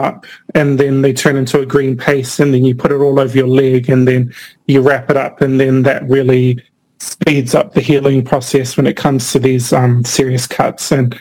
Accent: Cook Islands; I grew up here in the Cook Islands, so I feel like I have the right to document this knowledge

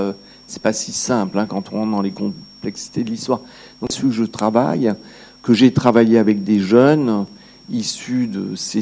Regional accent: France; Je suis un nous éloigné parce que je suis française de nationalité

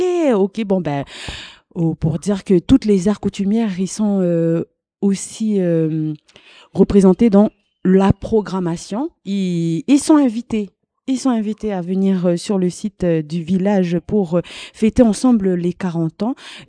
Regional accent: New Caledonia; Mais comme nous sommes des Kanaks, eh ben à l'heure Kanak

